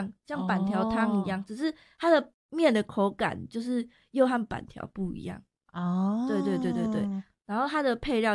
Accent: Taoyuan, Taiwan; moved away; 我们桃园那边

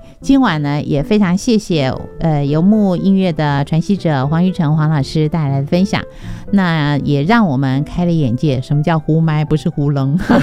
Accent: Taiwan

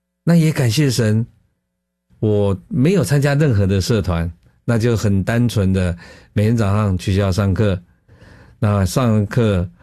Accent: Taiwan; 尤其像生长在眷村里面

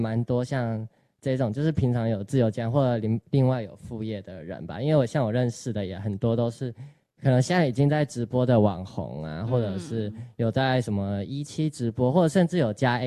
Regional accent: Changhua County, Taiwan; born there; moved away; 我是念彰化高中，我是彰化的。

